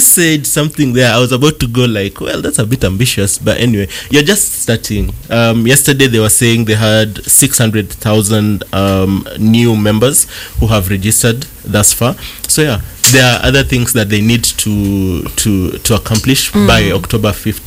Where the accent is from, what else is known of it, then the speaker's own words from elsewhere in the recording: Kenya; I'm the Kenyan